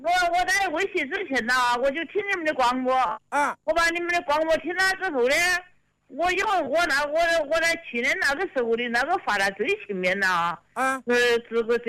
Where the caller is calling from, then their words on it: Yichang, Hubei, China; 我是宜昌的。